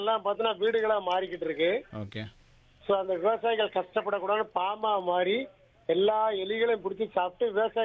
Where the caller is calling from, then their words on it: Tirunelveli, Tamil Nadu, India; திருநெல்வேலி இருந்து